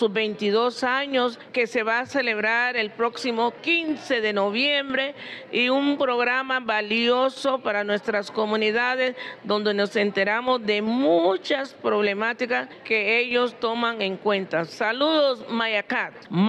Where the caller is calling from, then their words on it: Livingston, Izabal, Guatemala; vengo de Livingston